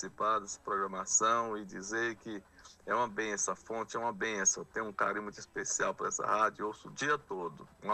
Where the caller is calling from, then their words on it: Trindade, Goiás, Brazil; que fala aqui de Trindade, setor Jardim Marista, AD Fama.